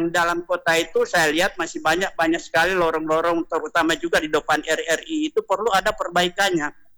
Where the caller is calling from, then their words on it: Central Sulawesi, Indonesia; karena memang saya orang Palele Barat.